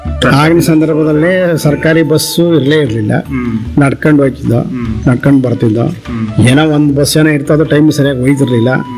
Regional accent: Karnataka, India; ಕೋಟೆ ತಾಲೂಕಲ್ಲೇ 1 ಅಂತ ಹೇಳ್ಬೋದು ನಮ್ಮ ಗ್ರಾಮ.

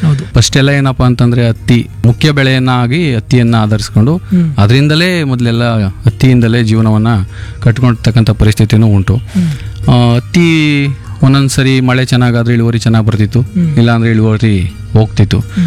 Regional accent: Heggadadevanakote, Karnataka, India

